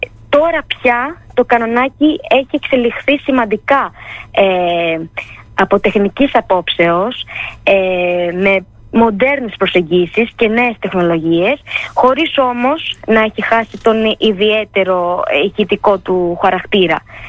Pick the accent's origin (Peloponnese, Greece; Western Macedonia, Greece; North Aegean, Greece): North Aegean, Greece; Mytilene; Η καταγωγή μου μάλιστα από την Μυτιλίνη θεωρώ πως αποτέλεσε σταθμός για την ενασχόλησή μου με το όργανο, καθώς από πολύ μικρή ηλικία είχα τέτοια ακούσματα